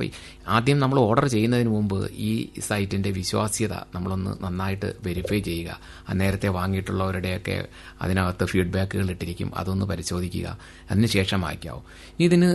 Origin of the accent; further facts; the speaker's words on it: Kerala, India; നമ്മൾ പ്രത്യേകിച്ച് നമ്മൾ മലയാളികൾ